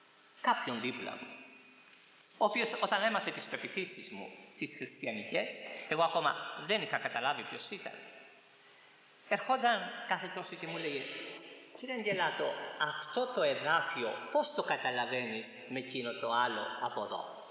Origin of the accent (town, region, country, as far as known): Corfu, Ionian Islands, Greece